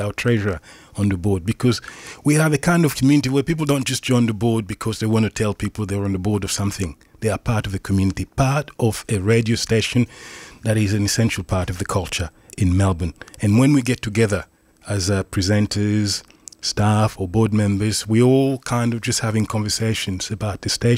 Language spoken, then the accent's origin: English; Pointe-Noire, Kouilou, Republic of the Congo; also born or lived in Brazzaville; So the first step will be to go to Brazzaville, my hometown. I'll show you around a bit. And we might even go to Point Noir, where I was born and raised.